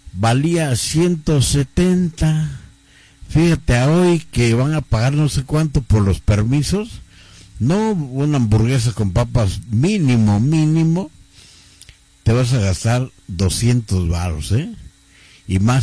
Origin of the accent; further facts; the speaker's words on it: Mexico; como el mexicano, pues, como así somos nosotros, ¿no?